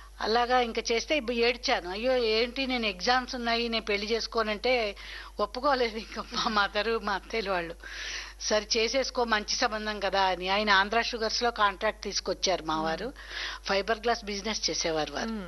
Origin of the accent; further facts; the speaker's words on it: Kovvur, Andhra Pradesh, India; మాది వెస్ట్ గోదావరి కొవ్వూరు, పశ్చిమ గోదావరి జిల్లా. అక్కడ జన్మించడం జరిగింది. నా బాల్యం అంతా కూడా కొవ్వూరులోనే జరిగింది.